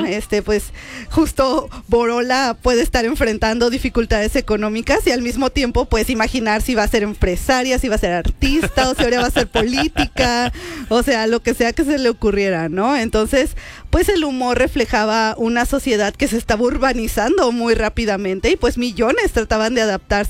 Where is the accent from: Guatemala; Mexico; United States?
Mexico; Mexicano, sí, porque es septiembre. Ajá. Es el único momento en que soy mexicana.